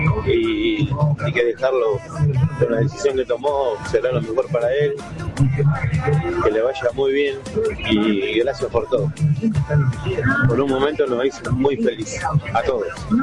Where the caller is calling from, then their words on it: Ayacucho, Buenos Aires Province, Argentina; de Ayacucho, soy camionero.